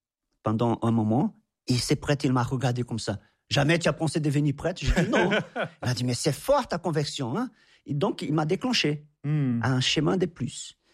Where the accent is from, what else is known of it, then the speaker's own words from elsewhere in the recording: Goiás, Brazil; French is a second language; quand j'étais dans ces campements à São Paulo, j'ai retourné chez moi à Goiás, à Nápoles